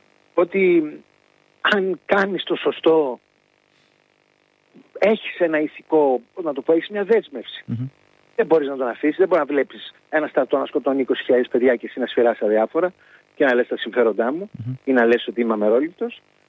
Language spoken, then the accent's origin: Greek; Greece